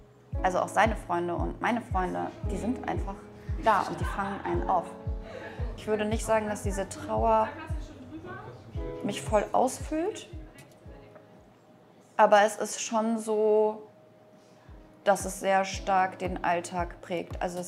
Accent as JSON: {"language": "German", "region": "Warmian-Masurian Voivodeship", "country": "Poland", "moved": "yes", "lives_now": "Verl, Germany", "said": "Wir kommen ursprünglich aus Polen, von den Masuren."}